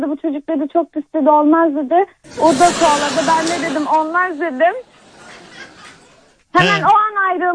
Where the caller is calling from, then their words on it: Balıkesir, Turkey; Balıkesir'den arıyorum.